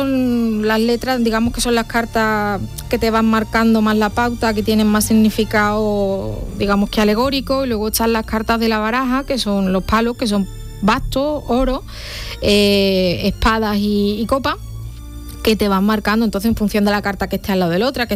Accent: Santa Ana la Real, Andalusia, Spain; moved away; Santa Ana la Real, en la provincia de Huelva, está entre Alájar y Almonaster. Somos censados, bueno, yo ya no, 540 habitantes aproximadamente.

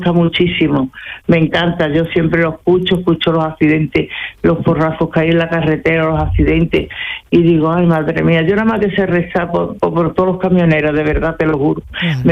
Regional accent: Cumbres Mayores, Andalusia, Spain; porque nosotros somos de Cumbres Mayores, nosotros traíamos las chacinas de toda la sierra

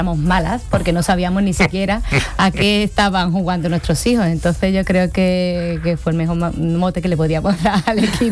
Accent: Jerez de la Frontera, Andalusia, Spain; Es mi mote porque voy llevando mi tierra

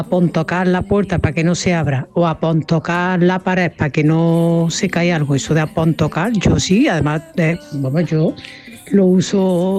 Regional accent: Priego de Córdoba, Andalusia, Spain; Así que aquí en Priego de Córdoba, que yo soy de Priego de Córdoba, yo uso apontocar

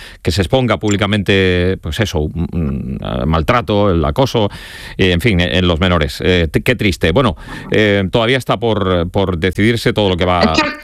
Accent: Jaén, Andalusia, Spain; Las expresiones típicas en Jaén, por ejemplo, en mi tierra se dice la víctica

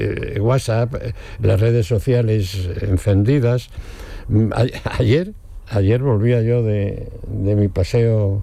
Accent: Cuenca, Castilla-La Mancha, Spain; moved away; Los dos somos de Cuenca

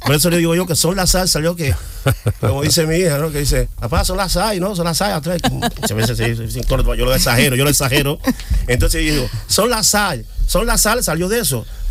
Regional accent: Cuba; como en Cuba le decimos gallego a todos los españoles, da igual, vale.

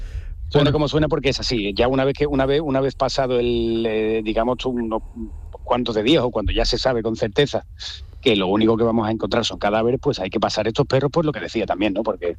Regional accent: Dos Hermanas, Andalusia, Spain; Yo soy de Dos Hermanas.

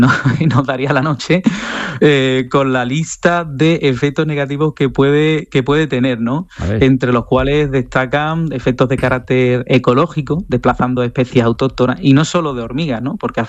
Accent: Sanlúcar de Barrameda, Andalusia, Spain; Sanlúcar, de donde soy yo

